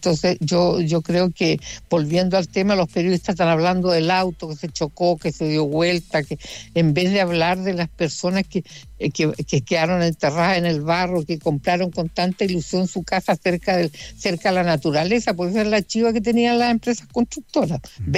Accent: Puerto Montt, Los Lagos, Chile; born there; moved away; yo nací en Puerto Montt, lleno de ríos, el Maullín, el Petrohue, todos los afluentes, influentes de los ríos, y nosotros nunca nos inundamos

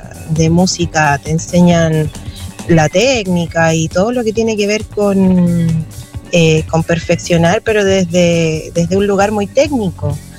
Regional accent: Valparaíso, Chile; Exactamente quién soy yo. … de Playa Ancha.

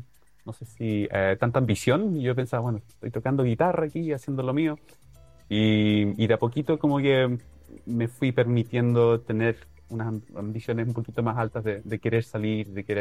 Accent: Viña del Mar, Valparaíso, Chile; moved away as an adult; also born or lived in London; y no me fui hasta los, 22, si no me equivoco. Y más importante que eso, soy viñamarino. Yo viví en Viña, mi niñez, mi adolescencia, y fue el comienzo de mi adolescencia.

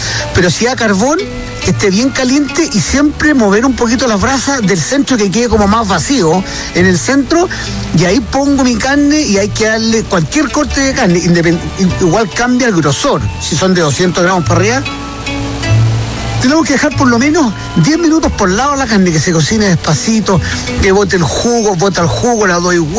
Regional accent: Chile

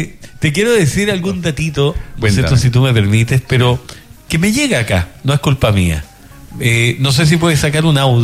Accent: Chile

